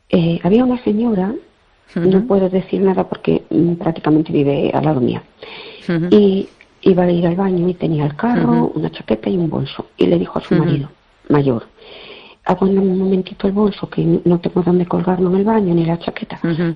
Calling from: Fene, Galicia, Spain; Hola, buenas noches … de Fene. ¿Qué tal?

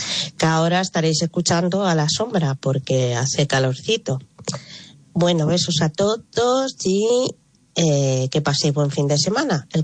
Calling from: As Neves, Galicia, Spain

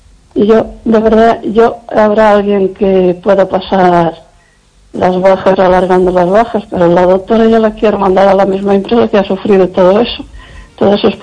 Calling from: Lugo, Galicia, Spain; Buenas noches

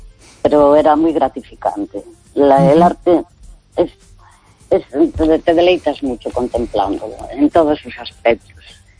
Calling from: Santiago de Compostela, Galicia, Spain; de Santiago.

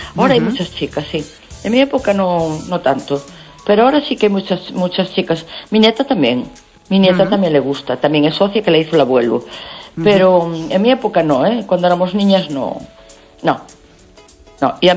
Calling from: A Coruña, Galicia, Spain; yo quiero que gane mi equipo porque yo soy de La Coruña.

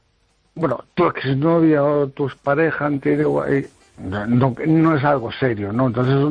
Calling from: Lugo, Galicia, Spain

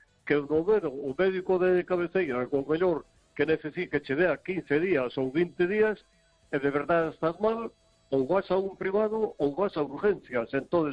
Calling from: Vigo, Galicia, Spain

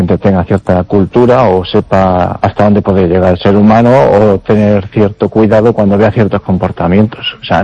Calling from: Vigo, Galicia, Spain

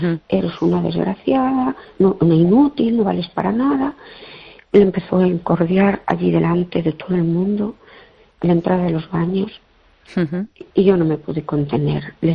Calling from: Fene, Galicia, Spain

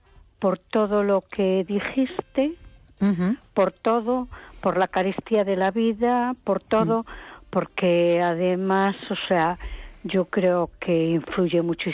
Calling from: A Coruña, Galicia, Spain

